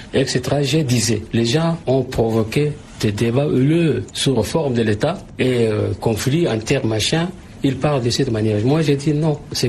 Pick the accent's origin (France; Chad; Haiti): Chad; Bardaï, Tibesti